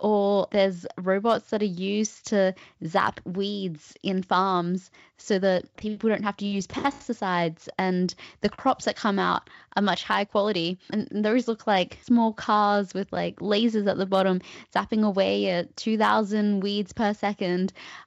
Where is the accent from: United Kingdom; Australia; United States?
Australia; Cairns, Queensland; I grew up in Cairns and far north Queensland